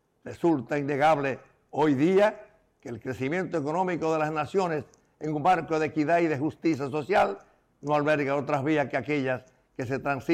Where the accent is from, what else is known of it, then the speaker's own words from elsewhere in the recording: Dominican Republic; la presidencia de la República Dominicana en mi país